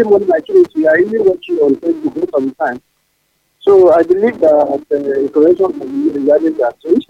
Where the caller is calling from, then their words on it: Lagos, Nigeria; I'm calling from Yanakwaja, Lagos.